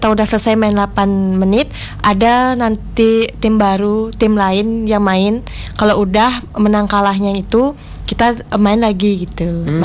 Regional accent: Bali, Indonesia; perkenalkan … dari Desa Bulian.

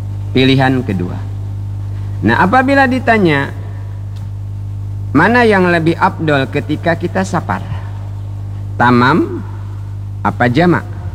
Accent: Bangka Belitung Islands, Indonesia; Tapi tidak sebasing gabung, kata kita orang Bangka.

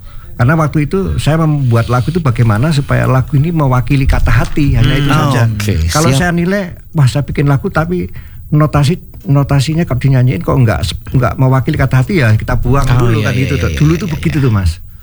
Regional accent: Solo, Central Java, Indonesia; now in Jakarta, Indonesia; saya menciptakan lagu itu setelah saya hijrah ya, habis dari kota Solo ke Jakarta. Hampir rata-rata lagu-lagu saya itu saya ciptakan yang ada di Jakarta

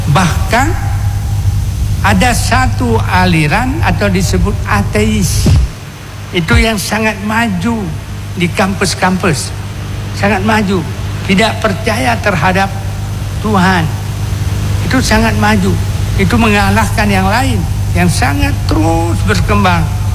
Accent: Aceh, Indonesia; moved away; Saya orang Aceh

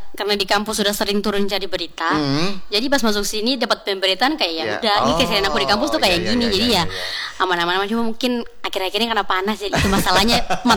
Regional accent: North Maluku, Indonesia; born there; moved away; Aslinya aku lahirnya di Obi.

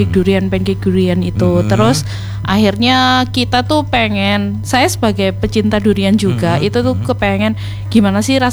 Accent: Malang, East Java, Indonesia; Enggak, saya dari Malang.

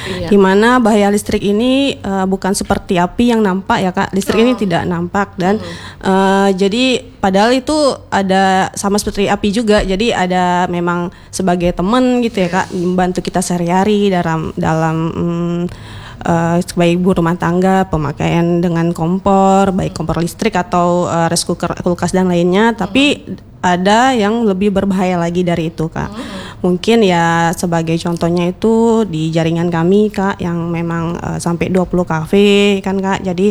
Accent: Palembang, South Sumatra, Indonesia; now in Aceh, Indonesia; Asli Palembang Kak.

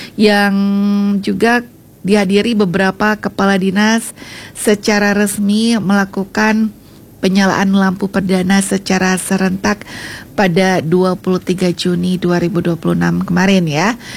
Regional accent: Buleleng, Bali, Indonesia; kita sebagai warga Buleleng ya, khususnya di Singaraja

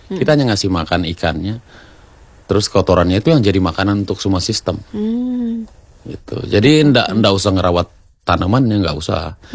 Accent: Sulawesi, Indonesia; kalau kayak kita orang Sulawesi tidak cukup hanya dari ikan air tawar, Bu. Kita kalau belum makan ikan laut seperti belum makan kan.

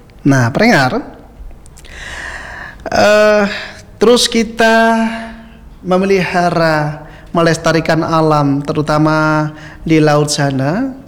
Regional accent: Maluku, Indonesia; kita sebagai orang Maluku wajib dan harus berbangga hati

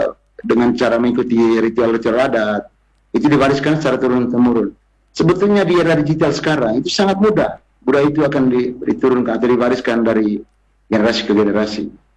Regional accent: Manggarai, East Nusa Tenggara, Indonesia; kita orang Manggarai.

